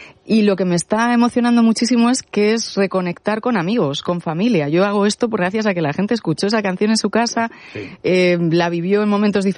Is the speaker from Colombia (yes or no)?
no; Cuenca, Castilla-La Mancha, Spain; born there; Yo nací en Cuenca, pero no he vivido allí tantos años.